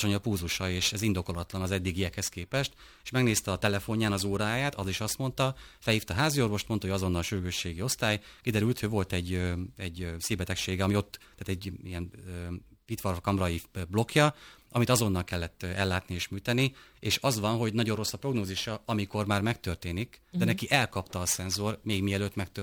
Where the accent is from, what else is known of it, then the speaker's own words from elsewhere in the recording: Szabolcs-Szatmár-Bereg, Hungary; én szabolcsi vagyok